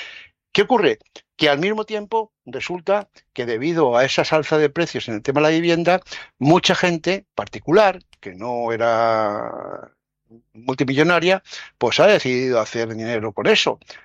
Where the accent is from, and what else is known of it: Spain